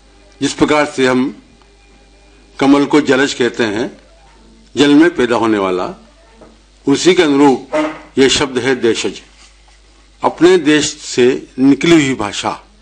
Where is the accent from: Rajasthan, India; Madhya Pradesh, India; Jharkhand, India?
Rajasthan, India; हम राजस्थान के निवासी हैं